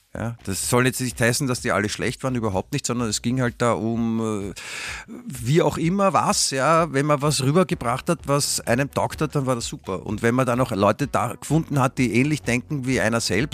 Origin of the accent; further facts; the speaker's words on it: Stuttgart, Baden-Württemberg, Germany; born there; und ich bin ja in Stuttgart geboren